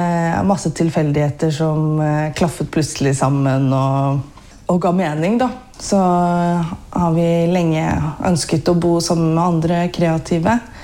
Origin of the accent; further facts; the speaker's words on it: Geilo, Buskerud, Norway; now in Toten, Norway; jeg kommer fra Hallingdal, da. Jeg kommer fra Geilo, men det hører man ikke så godt heller. Men oppvokst på Geilo, men familien fra Vestlandet, da.